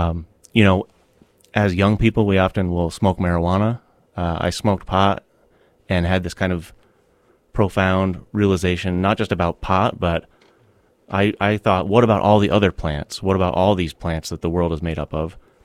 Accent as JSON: {"language": "English", "town": "Castleton", "region": "Vermont", "country": "United States", "tie": "born or raised there", "said": "Castleton State College before it was the university. Mm-hmm. And that's my hometown"}